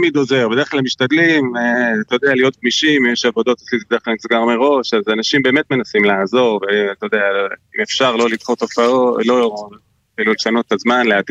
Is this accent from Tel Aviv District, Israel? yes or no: no; HaZorea, Northern District, Israel; במובן הזה אני קיבוצניק מהזורע.